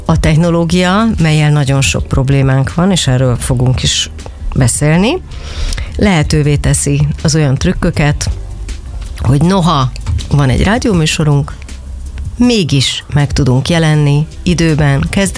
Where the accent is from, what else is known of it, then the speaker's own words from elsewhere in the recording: Budapest, Hungary; én ezen a környéken nőttem föl, tulajdonképpen egy utcával alatta